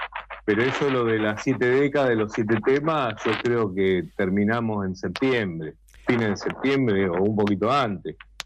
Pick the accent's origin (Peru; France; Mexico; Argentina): Argentina; Morteros, Córdoba; yo soy de una ciudad comercial industrial, y siempre recordaba a Mortero de Córdoba. Lo conocen a mi pueblo, decía